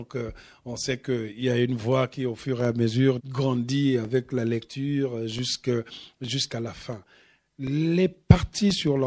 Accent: Pointe-Noire, Republic of the Congo; moved away as an adult; also born or lived in Europe / United States; Quand j'ai quitté Pointe-Noire, j'avais 19 ans. Donc j'ai plus aujourd'hui vécu en Europe et aux États-Unis que dans ma ville. Donc évidemment, quand je suis revenu à Pointe-Noire en 2012

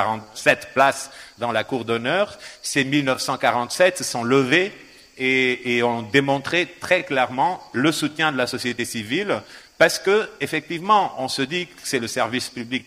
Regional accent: Portugal; French is a second language; now in Avignon, France; je le dis en tant que Portugais, même si Avignonais en construction

